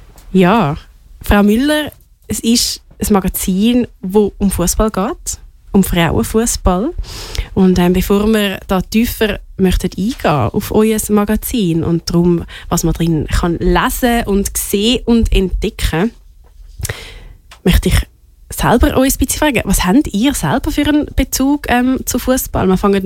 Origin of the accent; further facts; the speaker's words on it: Switzerland; Habt ihr ein Lieblingsspiel gehabt an der letzten EM, an der Heim-EM, die da bei uns in der Schweiz stattgefunden hat?